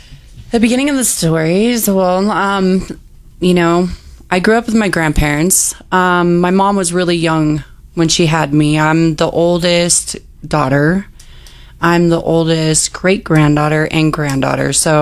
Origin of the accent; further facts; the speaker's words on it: Arvada, Colorado, United States; also born or lived in Denver; And I grew up in Arvada with my grandmother.